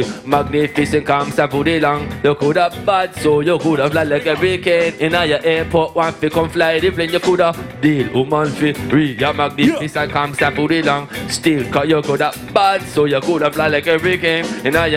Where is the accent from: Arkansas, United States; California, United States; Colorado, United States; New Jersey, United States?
California, United States